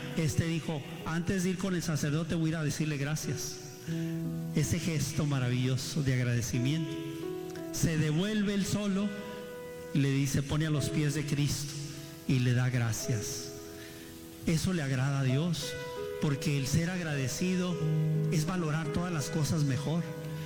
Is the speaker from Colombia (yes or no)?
no; United States; born or raised there